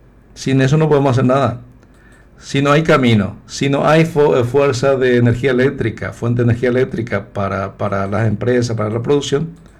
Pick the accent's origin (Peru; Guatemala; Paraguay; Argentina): Paraguay; yo como ciudadano, yo como paraguayo